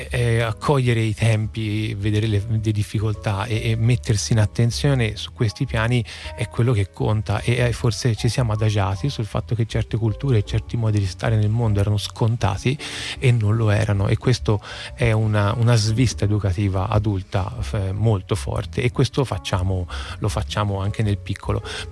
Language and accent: Italian; Tuscany, Italy; venendo da Toscana, da una cultura di sociale, di cooperazione, di attenzione al territorio molto forte